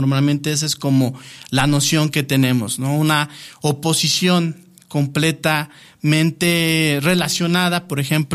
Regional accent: Tenancingo, State of Mexico, Mexico; born there; moved away; también procuro mandar un saludo a mi tierra, Tenancingo, Estado de México

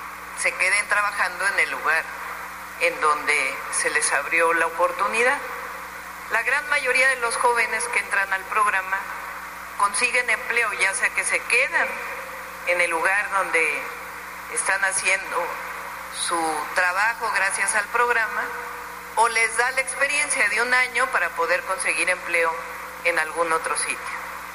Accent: Mexico

